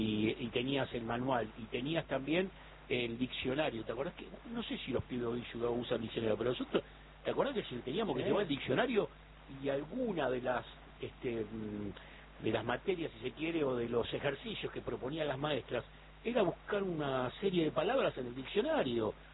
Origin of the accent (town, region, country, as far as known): Argentina